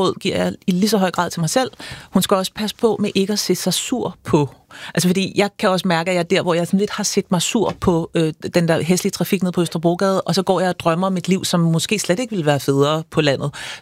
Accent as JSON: {"language": "Danish", "town": "Copenhagen", "region": "Capital Region of Denmark", "country": "Denmark", "tie": "born or raised there", "said": "Altså, så jeg bor nu inde i Indre København, hvor jeg er vokset op, så jeg er inkarneret bymenneske"}